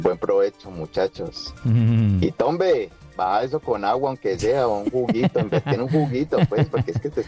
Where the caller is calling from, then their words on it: Cali, Valle del Cauca, Colombia; de nosotros mismos como colombianos, de nosotros mismos como caleños.